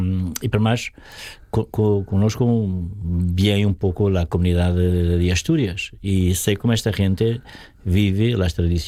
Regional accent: Lisbon, Portugal; Spanish is a second language; Soy de Lisboa.

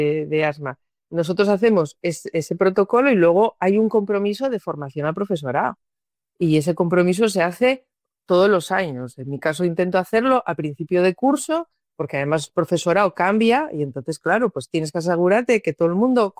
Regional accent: Candás, Asturias, Spain; now in Cangas del Narcea, Spain; no soy de Cangas del Narcea, encima yo soy de Candás, pero la verdad es que me siento muy orgullosa de haber terminado allí

